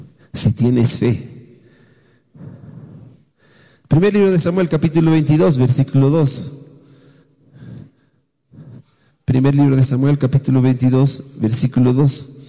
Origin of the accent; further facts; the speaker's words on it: Bolivia; porque somos bolivianos.